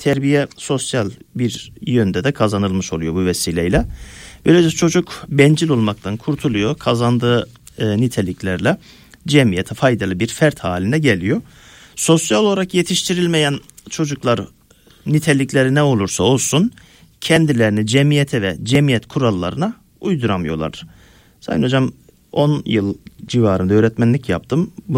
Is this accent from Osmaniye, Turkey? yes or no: yes; Osmaniye, Turkey; Ben Çukurovalıyım, Osmaniyeliyim. Yazları büyüklerle, yaşlılarla, aile büyüklerimizle yaylalara giderdik değerli hocam.